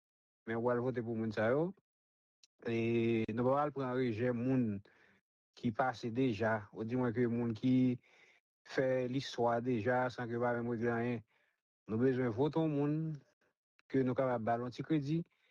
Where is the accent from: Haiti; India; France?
Haiti; Parce que tout en tant que Haïtien pour être capable de prendre conscience, pour peut-être pas, pour connaître qui destination qu'il y a gain